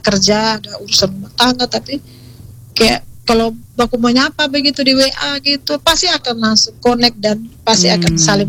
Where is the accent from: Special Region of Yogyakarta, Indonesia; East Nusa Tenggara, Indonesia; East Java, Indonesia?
East Nusa Tenggara, Indonesia; kemudian ada keluar pulau, kan saya dari Flores, jadi sering pulang Flores